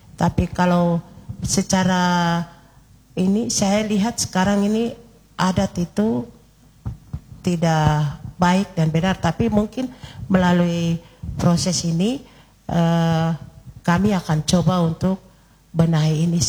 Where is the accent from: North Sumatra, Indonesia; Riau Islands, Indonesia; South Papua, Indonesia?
South Papua, Indonesia; kita orang asli Mapi harus melestarikan dan menjaga lingkungan hidup dan keberadaan masyarakat adat itu sendiri